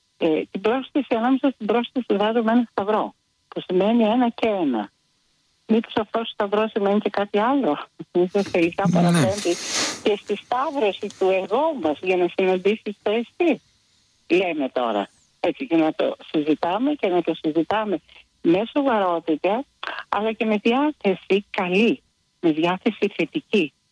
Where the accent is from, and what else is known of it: Greece